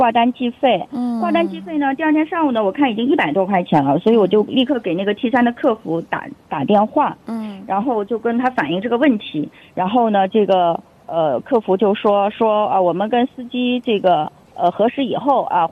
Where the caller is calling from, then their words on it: Nanjing, Jiangsu, China; 我是一个南京的一个市民